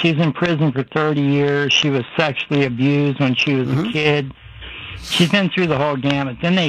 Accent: the South, United States; also born or lived in Fort Lauderdale; now in Colorado, United States; I grew up in the South, and all my relatives were from West Virginia

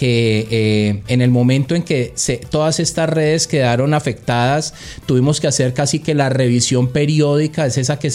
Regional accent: Cali, Valle del Cauca, Colombia; también como caleños, como una empresa caleña

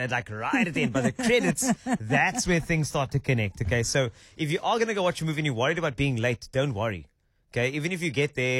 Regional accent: Cape Town, Western Cape, South Africa; because we're from Cape Town and South Africa.

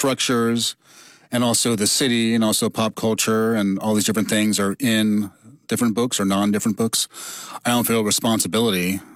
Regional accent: New York, United States; born or raised there

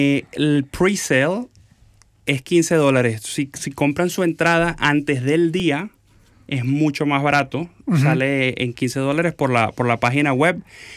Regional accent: Venezuela; moved away; el aeropuerto por el cual yo salí de Venezuela.

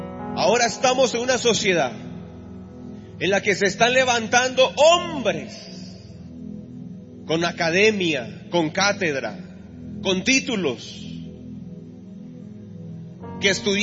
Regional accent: Colombia; Como papá, como colombiano, yo quisiera que ese grupo de las FARC se desarmara mañana mismo.

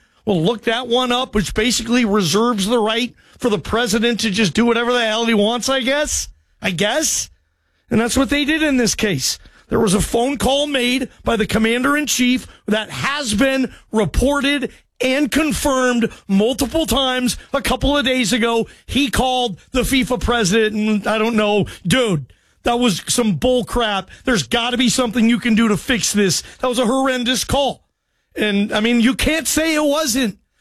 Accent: Seattle, Washington, United States; Guys, I'm from Seattle. I've seen more games in that stadium than any stadium ever. It's going to be weird seeing, like, my stadium.

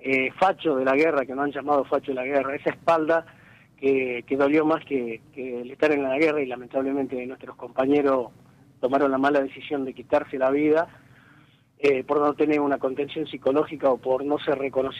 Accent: Argentina; uno sufre como argentino

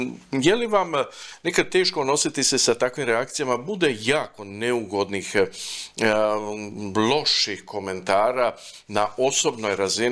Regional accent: Croatia; Mi smo Hrvati

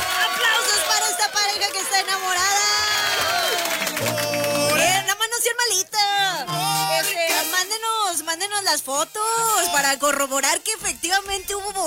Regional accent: Argentina; Nosotros somos argentinos, bueno, ahorita no.

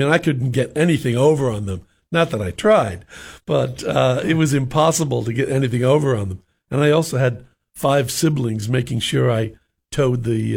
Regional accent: New York, United States; I grew up in New York, and I was the youngest of six children.

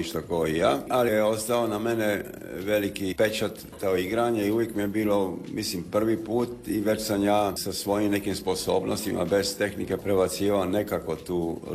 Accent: Split, Split-Dalmatia County, Croatia; moved away; also born or lived in New York / London / Munich; ja sam rođen u Splitu, u Belom Varešu, gdje tim fetivi Splićani. Uživao sam se vraćati u Split, ali sam bio dijete i mladić koji je sanjao da može putovati svudi po svijetu i to mi se dogodilo. Svudje sam bio i u New Yorku sam živio i u Londonu

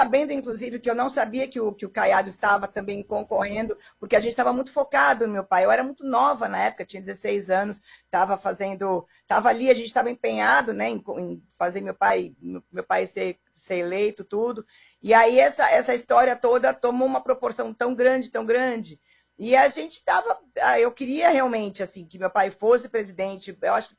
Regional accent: Brazil; Eu, como brasileira também, como vivo na população

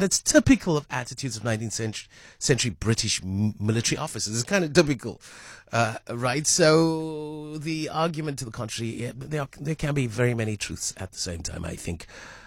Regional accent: Cape Town, Western Cape, South Africa; I grew up in Parkwood, so I know it very well.

